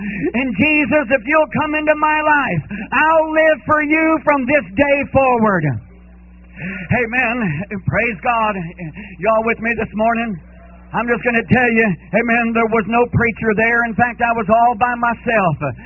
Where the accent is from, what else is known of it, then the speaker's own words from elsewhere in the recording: California, United States; when I was raised in California all of my teenage years